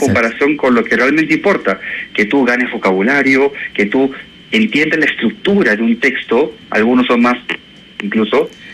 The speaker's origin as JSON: {"language": "Spanish", "town": "Santiago", "region": "Santiago Metropolitan Region", "country": "Chile", "tie": "born or raised there", "moved": "as an adult", "lives_now": "Peru", "said": "de donde yo vengo, en Santiago de Chile"}